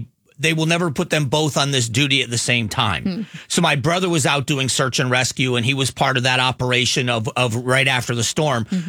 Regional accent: Florida, United States; moved away; the town I grew up

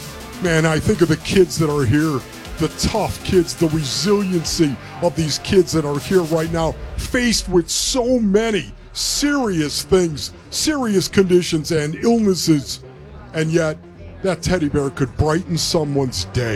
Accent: Buffalo, New York, United States; moved away; you're a Buffalo Bills fan, my hometown

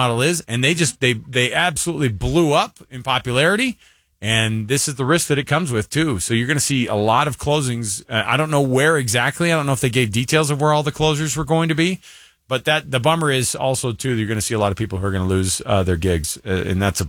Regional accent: Utah, United States; And somebody's like, oh, where are you guys from? We told them, oh, we're from Utah.

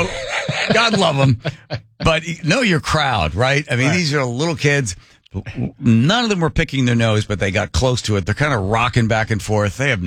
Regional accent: East Coast, United States; I'm from the East Coast

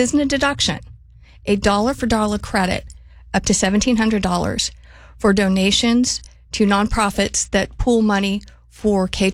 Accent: Arizona, United States; born there; moved away as an adult; now in Washington, United States; I moved here from Arizona. I'm kind of bucking the trend of moving into Washington.

